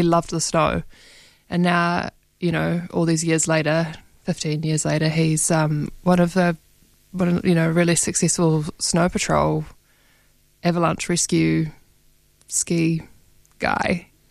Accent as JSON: {"language": "English", "town": "Christchurch", "region": "Canterbury", "country": "New Zealand", "tie": "born or raised there", "also_born_or_lived": "Dunedin", "said": "So I was born in Christchurch, grew up in Christchurch, left after high school to study in Dunedin, and then sort of have lived in a few places since then."}